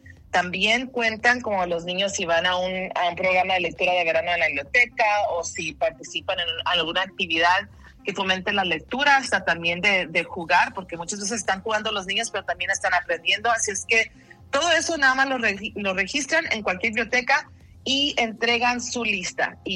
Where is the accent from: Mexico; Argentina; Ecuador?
Mexico; a mí como mexicana